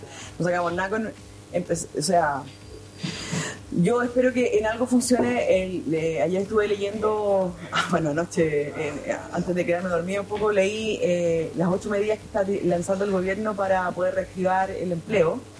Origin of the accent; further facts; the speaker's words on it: Tomé, Biobío, Chile; yo, que soy de Tomé, estoy al norte del Biobío